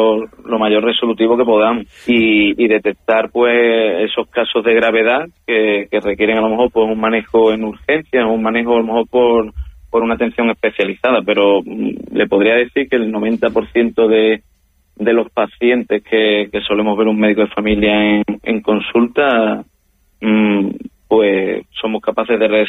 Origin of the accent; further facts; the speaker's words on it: Ceuta, Spain; also born or lived in Sevilla; aunque he estado 8 años en Sevilla, en el fondo me considero que soy de Ceuta. Tengo la suerte de conservar los amigos con los que empecé cuando tenía 3 años